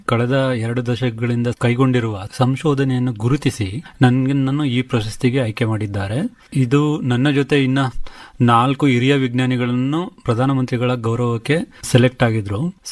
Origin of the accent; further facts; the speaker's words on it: Mysore, Karnataka, India; ನಾನು ಮೂಲತಃ ಮೈಸೂರಿನವನು. ಮೈಸೂರು ಅದು ಪಡ್ವಾರಳ್ಳಿ ಅಂತ ಒಂದು ಗ್ರಾಮ ಇದೆ, ನಾನು ಅಲ್ಲೇ ಹುಟ್ಟಿದ್ದು, ಅಲ್ಲೇ ಬೆಳೆದಿದ್ದು.